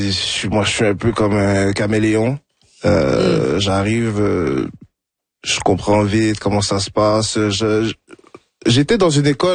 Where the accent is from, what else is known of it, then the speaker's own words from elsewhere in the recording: Cameroon; Mais après, c'est mon pays d'origine. Quand même, c'est la culture camerounaise, c'est quand même une culture qui est quand même très forte, très présente. J'y vais parce que j'ai des investissements aussi avec mon frère et mon père au Cameroun.